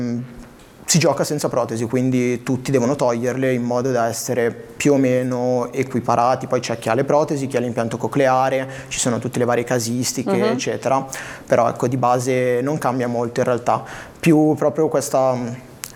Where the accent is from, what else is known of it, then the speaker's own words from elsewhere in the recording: Lodi, Lombardy, Italy; now in Genoa, Italy; giocavo con le persone udenti in Serie D a Lodi, perché sono di Lodi, sono trasferito a Genova da un paio d'anni.